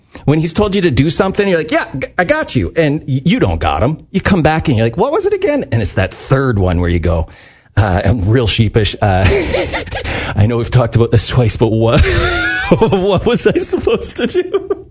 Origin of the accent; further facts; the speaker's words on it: Davidson, Saskatchewan, Canada; I'm from Davidson, Saskatchewan. I grew up on a farm in the midway town between Saskatoon and Regina.